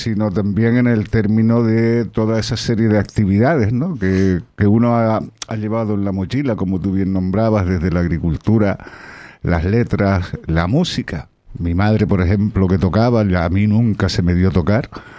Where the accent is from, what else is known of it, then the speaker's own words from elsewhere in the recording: Spain; el barrio de Marmolejo y más en el Pago de Talla, de donde soy yo, yo allá arriba soy